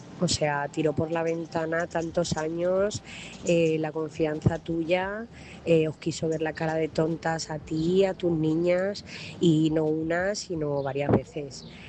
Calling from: Talavera de la Reina, Castilla-La Mancha, Spain; Hola, buenas noches a todos. … corresponsal de Talavera de la Reina.

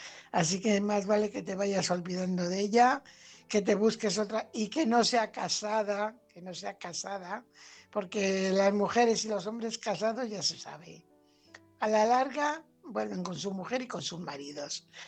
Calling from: Fuenlabrada, Community of Madrid, Spain; Hola, buenas noches, Álvaro. … corresponsal de Fuenlabrada.

